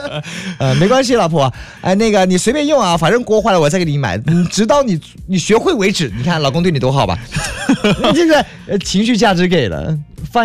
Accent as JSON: {"language": "Chinese", "region": "southern China", "country": "China", "said": "我们南方没有，我们南方没这样啊。"}